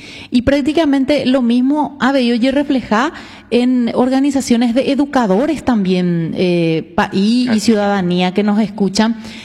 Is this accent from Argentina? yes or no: no; Paraguay; somos tantos paraguayos